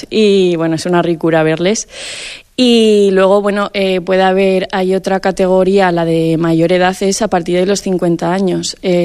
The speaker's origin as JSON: {"language": "Spanish", "town": "Pozuel del Campo", "region": "Aragon", "country": "Spain", "tie": "born or raised there", "said": "voy a hacer una jota navarra que cantaba mi abuelo en la romería de mi pueblo, que es Pozuel del Campo."}